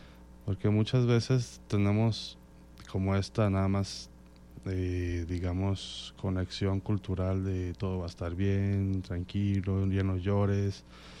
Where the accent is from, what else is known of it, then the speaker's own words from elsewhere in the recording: Mexico; Pero eso es lo principal de cómo nosotros como, digamos, como mexicanos, nos representa eso.